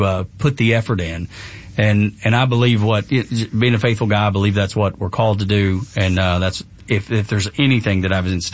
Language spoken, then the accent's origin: English; Dalton, Georgia, United States; growing up in Northwest Georgia, it was the people that owned the carpet mills. I'm from Dalton, which is carpet capital of the world